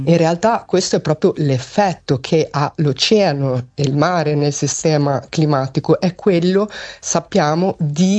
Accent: Emilia-Romagna, Italy; Io sono romagnola

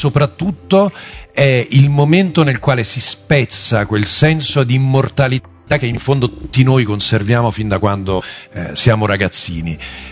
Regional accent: Umbria, Italy; sono umbro di origine

